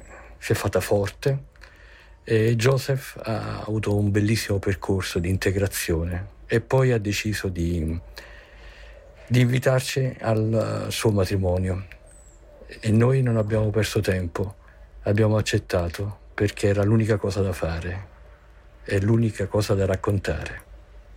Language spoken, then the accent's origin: Italian; Campania, Italy; moved away; Io sono originario della Campania